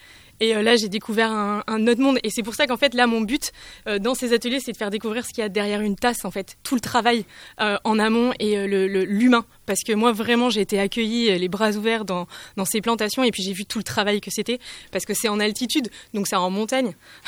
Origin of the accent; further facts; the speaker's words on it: Bordeaux, Nouvelle-Aquitaine, France; Parce que moi, je suis de Bordeaux, donc évidemment, le vin, ça me parlait plus que le café.